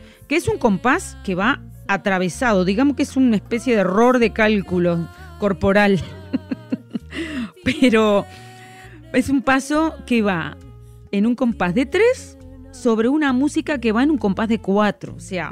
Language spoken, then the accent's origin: Spanish; Sarandí Grande, Florida, Uruguay; mis recuerdos de infancia en mi pueblo Sarandí Grande, de ver a mis padres bailando en la pista, girando con todo el resto de la gente del pueblo